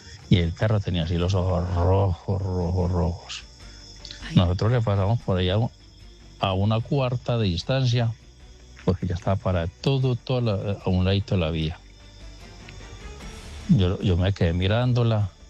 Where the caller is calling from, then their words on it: Remedios, Antioquia, Colombia; Yo soy acá de Remedios, Antioquia. Remedios.